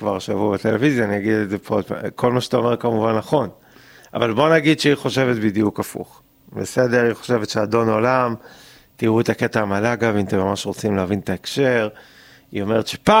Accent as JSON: {"language": "Hebrew", "region": "Central Israel", "country": "Israel", "tie": "born or raised there", "said": "אני גדלתי במרכז."}